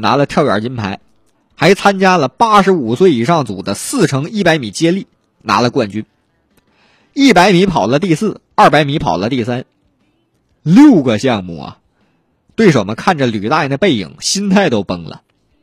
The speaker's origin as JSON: {"language": "Chinese", "region": "Northeast China", "country": "China", "said": "按我们东北话讲，你过去那头型呢，你得滋楞起来呀"}